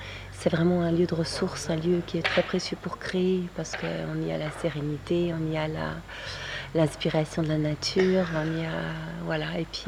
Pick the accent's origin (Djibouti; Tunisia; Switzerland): Switzerland; Geneva; moved away as an adult; now in Paris, France; Ouais, je suis à Genève, j'ai grandi à Genève et j'ai rêvé d'aller vivre à Paris